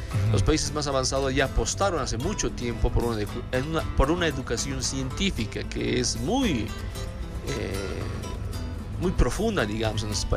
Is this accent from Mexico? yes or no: no; La Paz, Bolivia; Que está en La Paz, algo muy nuestro como paseños